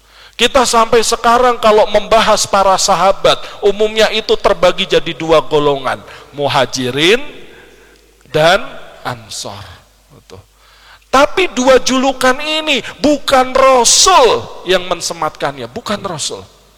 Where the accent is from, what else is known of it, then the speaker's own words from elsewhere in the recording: Surakarta, Central Java, Indonesia; ya kira-kira kita orang Solo, ya lebih hafal keutamaan orang Betawi apa orang Jawa, Pak?